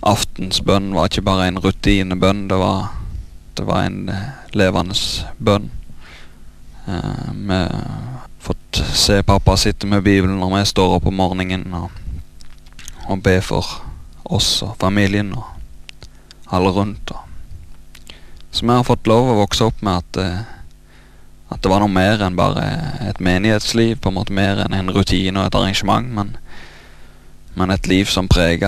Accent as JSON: {"language": "Norwegian", "town": "Karmøy", "region": "Rogaland", "country": "Norway", "tie": "born or raised there", "said": "Født og oppvokst på Karmøy. Det jeg. På Veavågen."}